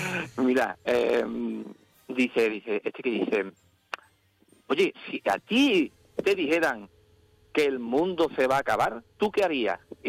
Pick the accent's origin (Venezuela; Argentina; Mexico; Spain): Spain; Jerez de la Frontera, Andalusia; Mira, yo soy un andaluz de Jerez de la Frontera y me siento muy, muy andaluz y andalucista y demás.